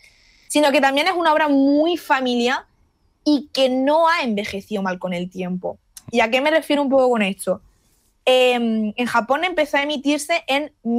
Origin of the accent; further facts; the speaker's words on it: Andalusia, Spain; born there; tengo como muy por bandera que soy de Andalucía y obviamente pues yo me he criado